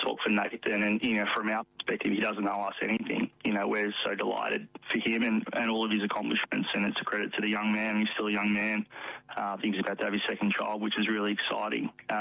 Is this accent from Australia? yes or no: yes; Melbourne, Victoria, Australia; Well, I mean, look, you know, Phil and Andrew are aware I'm from Melbourne